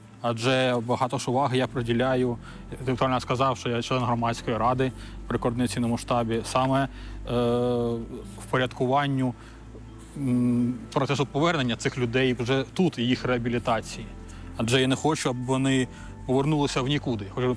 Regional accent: Donetsk Oblast, Ukraine; Ну, дивіться, я сам з Донецької області.

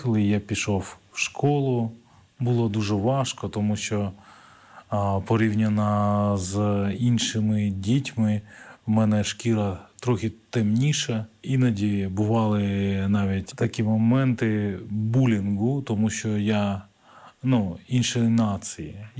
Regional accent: Yerevan, Armenia; moved away; Я народився в Вірменії, в місті Єреван. Жив там зі своїми батьками. У нас в родині 4 дітей.

